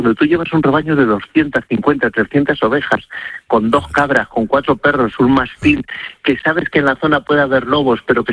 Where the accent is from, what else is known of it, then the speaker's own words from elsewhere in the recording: Castile and León, Spain; also born or lived in Madrid; ¿cómo no la voy a conocer si es mi tierra? Que es que yo me crié tirando cantos a los del pueblo de arriba, a los de Navasequilla, y los de la Lastra me tiraban cantos a mí